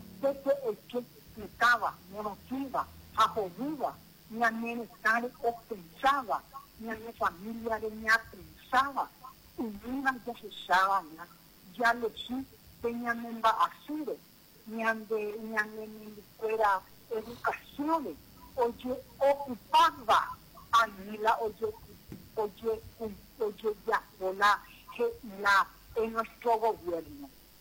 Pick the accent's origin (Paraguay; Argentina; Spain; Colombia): Paraguay; somos paraguayos, tenemos que sentar con nuestros hijos